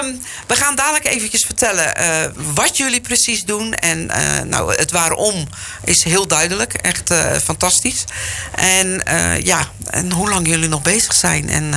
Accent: Rotterdam, South Holland, Netherlands; Nou is dat natuurlijk, wij zeiden het al, we zijn geboren getogen in Rotterdam.

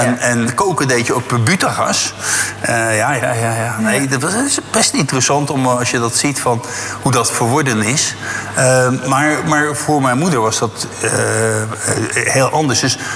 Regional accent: Zwijndrecht, South Holland, Netherlands; born there; Dus ik ben in Zwijndrecht geboren.

